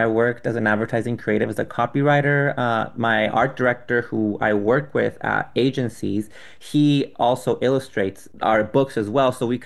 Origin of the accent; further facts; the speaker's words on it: Guatemala; first language Spanish; English is a second language; now in United States; I grew up in a household that spoke Spanish growing up in Guatemala, because I'm not from the United States. Right. So I learned English from books and TV shows and school.